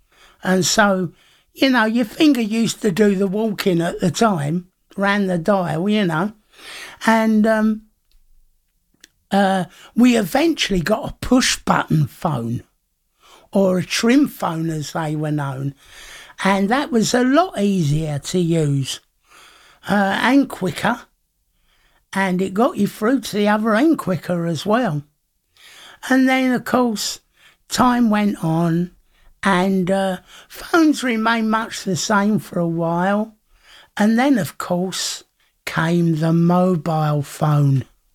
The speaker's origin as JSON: {"language": "English", "region": "London", "country": "United Kingdom", "tie": "born there", "said": "I was born in November 1956. And when I was young, one of my first memories was of my mum walking down the road to use the telephone box. Because we lived in London"}